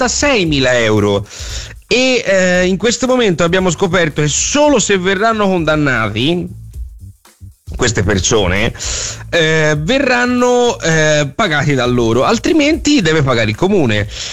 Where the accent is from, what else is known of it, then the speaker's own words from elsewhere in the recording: Florence, Tuscany, Italy; la migliore è quella che faccio io e sono fiorentina.